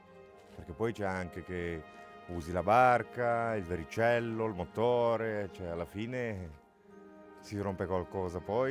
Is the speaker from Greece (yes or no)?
no; Romania; Italian is a second language; Cioè, io parlo io che sono rumeno.